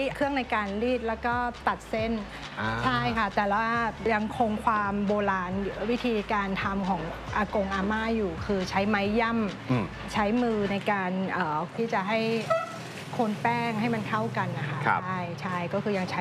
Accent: Doi Mae Salong, Chiang Rai, Thailand; moved away; เรามาจากจังหวัดเชียงรายดอยแม่สลอง

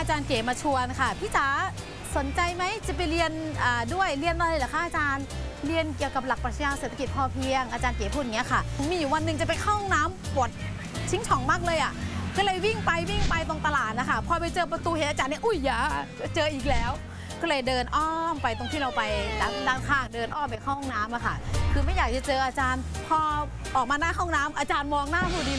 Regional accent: Udon Thani, Thailand; moved away as an adult; also born or lived in Bangkok; เป็นคนอุดรโดยกำเนิดค่ะ

